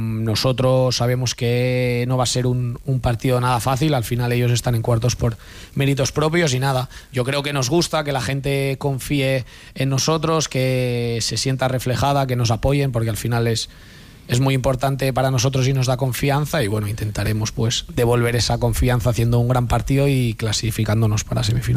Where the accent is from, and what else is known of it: Alella, Catalonia, Spain; born there